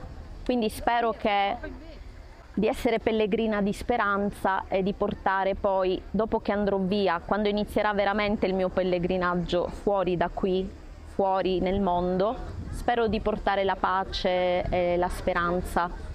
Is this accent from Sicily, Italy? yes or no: yes; Sicily, Italy; Vengo dalla Sicilia, sono … Vengo dalla Sicilia, è la seconda volta che vengo a Medjugorje.